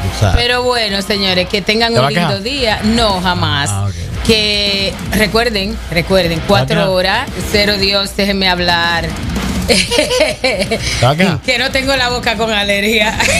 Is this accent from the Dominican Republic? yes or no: yes; Dominican Republic